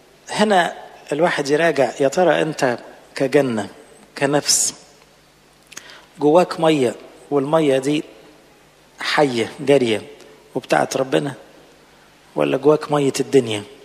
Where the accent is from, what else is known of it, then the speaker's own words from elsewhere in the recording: Egypt; بلادنا مصر